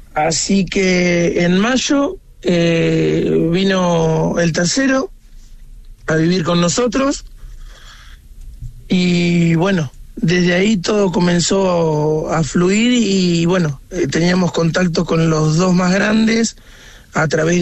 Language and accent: Spanish; Henderson, Buenos Aires Province, Argentina; Somos de Henderson, provincia de Buenos Aires.